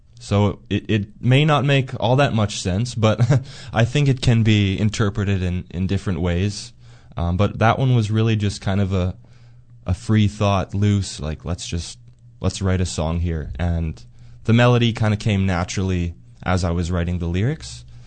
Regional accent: Altona, Manitoba, Canada; it's my hometown and the hometown of Simon, our keyboardist, and my dad, our bass player as well.

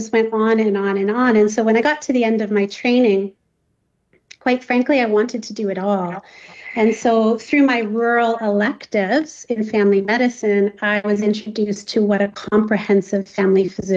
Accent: Uxbridge, Ontario, Canada; I knew I wanted to practice in my hometown of Uxbridge

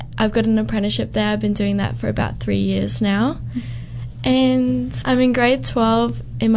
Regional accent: Emerald, Queensland, Australia; I was born and bred in Emerald, and my parents and grandparents are all from there as well, so very local.

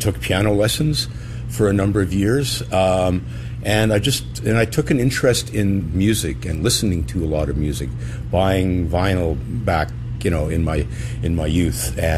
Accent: Plum Coulee, Manitoba, Canada; moved away; I have a great memories of being in Plum Cooley growing up here. My dad had the Massey Ferguson dealership

